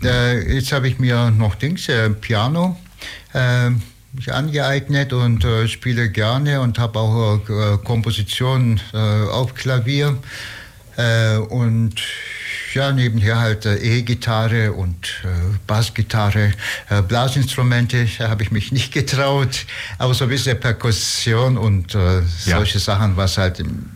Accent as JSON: {"language": "German", "town": "Ulm", "region": "Baden-Württemberg", "country": "Germany", "also_born_or_lived": "Istanbul, Turkey", "said": "Ja, geboren bin ich zwar in Istanbul, aber ich bin Oststädtler, Ulmer eigentlich, ja."}